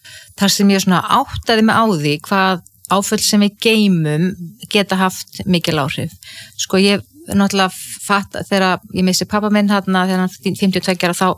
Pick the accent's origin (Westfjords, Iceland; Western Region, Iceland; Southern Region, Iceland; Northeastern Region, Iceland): Westfjords, Iceland; Ísafjörður; ég alveg upp á Ísafirði þar sem voru 10 sjóslys og menn drukknuðu